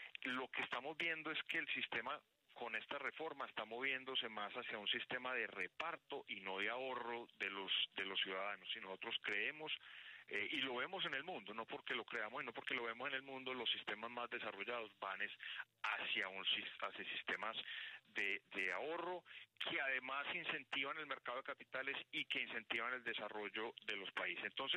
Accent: Colombia; Tenemos como colombianos que seguir activos, permanentes, apoyando toda esta reconstrucción

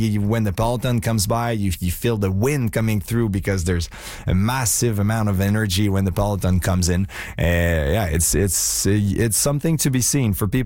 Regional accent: Quebec, Canada; also born or lived in Montreal; I lived a bit in Quebec. I lived a bit in Montreal. I know those places. It was my hometown for some time.

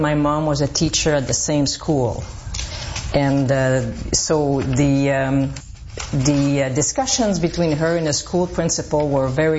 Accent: Val-des-Sources, Quebec, Canada; I come from Val des Sources. It's a small, it used to be a mining town, asbestos.

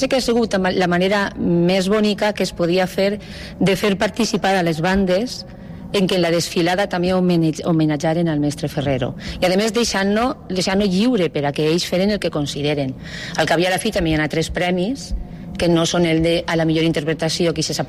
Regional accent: Ontinyent, Valencian Community, Spain; Claro, com soc d'Ontinyent, com sempre es diu, tots venen de fora, però com jo soc d'Ontinyent, pues, he rebut moltes felicitacions

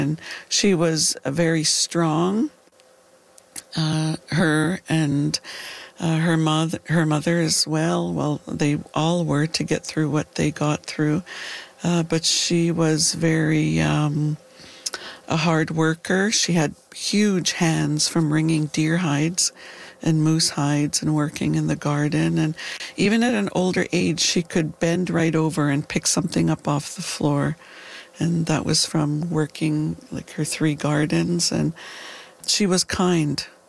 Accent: Dog Creek, British Columbia, Canada; my first years, I lived with my grandmother until I was 10. And then I went to live with my aunt, my mom's sister. But we lived in Khatlam. It's our Shohwetmuk or Shushwap word, and it means deep valley, and otherwise known as Dog Creek. And we didn't have electricity

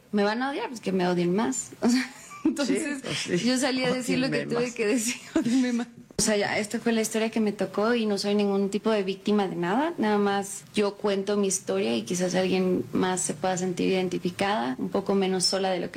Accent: Los Angeles, California, United States; born there; pues yo nací en Los Ángeles. Tengo la nacionalidad, mexicana

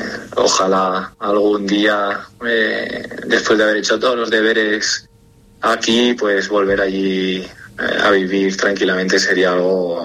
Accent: Jávea, Valencian Community, Spain; now in A Coruña, Spain; mi pueblo es Xàbia, y en castellano es Xàbia.

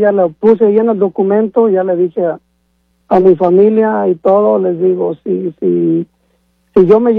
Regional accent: Mexico; born there; moved away; yo sigo queriéndome México como, pues yo nací allá sí.

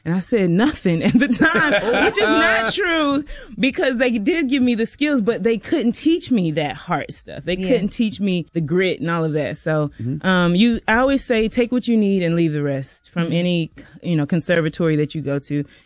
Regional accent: South Carolina, United States; But no, I came from, you know, where Charlamagne is from. I'm from South Carolina, small town. Grew up in the church. You know, like low to mid class family.

